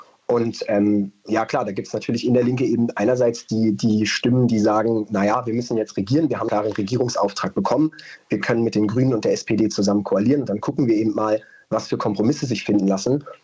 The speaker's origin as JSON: {"language": "German", "region": "Berlin", "country": "Germany", "tie": "born or raised there", "said": "mir persönlich als gebürtigen Berliner"}